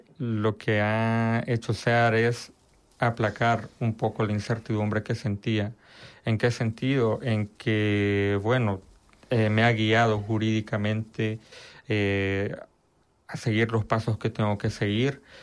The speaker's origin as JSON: {"language": "Spanish", "country": "El Salvador", "moved": "yes", "lives_now": "Spain", "said": "El Salvador, en España, perdón, fue tener claro que yo no podía volver bajo ninguna circunstancia a mi país de origen. ¿Por qué? Porque lo único que me garantiza El Salvador ahora mismo es la cárcel."}